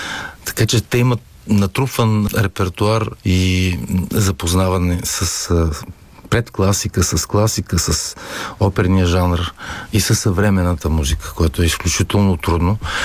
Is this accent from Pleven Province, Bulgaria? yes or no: no; Gorna Oryahovitsa, Veliko Tarnovo Province, Bulgaria; тъй като съм от Горна Оряховица, веднага след музикалното училище аз бях и корепетитор там